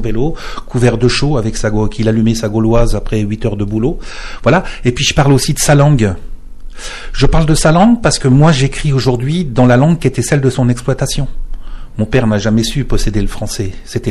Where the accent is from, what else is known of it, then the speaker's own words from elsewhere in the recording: Verdun, Grand Est, France; born there; Il y a aussi une saison sur Verdun, parce que je suis né à Verdun et que ce n'est pas une ville simple.